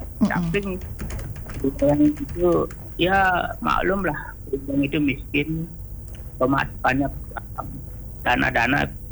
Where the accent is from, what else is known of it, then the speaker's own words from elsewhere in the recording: Buleleng, Bali, Indonesia; born there; saya lahir di Buleleng, sampai ya dapat mengalami 3 tahun di Buleleng. Dulu saya dari tahun 8 sampai 2017.